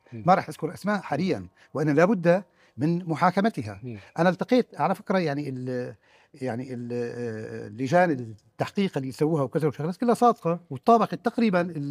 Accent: Syria

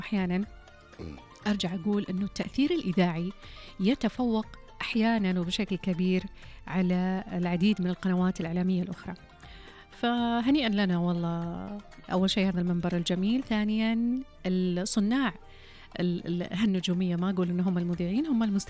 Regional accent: Saudi Arabia; وأنا أعتز كوني سعودية، وأعتز أن أنا من أبناء هالبلد المعطاء الكريم

